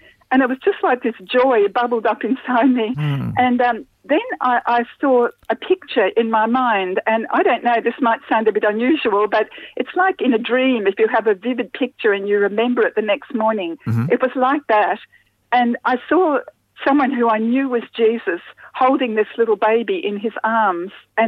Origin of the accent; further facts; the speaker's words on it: Brisbane, Queensland, Australia; I grew up in Brisbane in the 50s and 60s